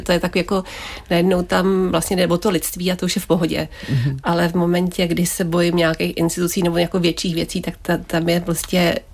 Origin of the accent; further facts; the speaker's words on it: Hradec Králové, Hradec Králové Region, Czechia; moved away; já jsem vyrůstala v Hradci Králové